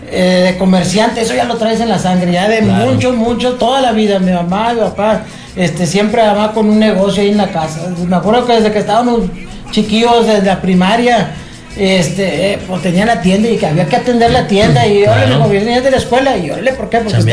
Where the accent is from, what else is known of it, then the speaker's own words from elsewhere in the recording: Morelos, Coahuila, Mexico; yo soy de ahí, de Morelos, 100% de Morelos Coahuila, ahí … muy conocido ahí